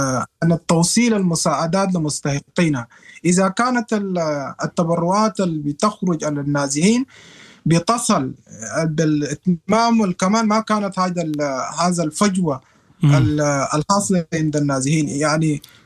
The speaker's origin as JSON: {"language": "Arabic", "country": "Sudan", "moved": "yes", "lives_now": "Germany", "said": "وأنا سوداني يعني أعرف لغتهم تماما"}